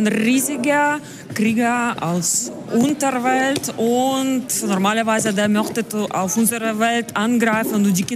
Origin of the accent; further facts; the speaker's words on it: Ukraine; German is a second language; moved away as an adult; now in Germany; Wir sind aus der Ukraine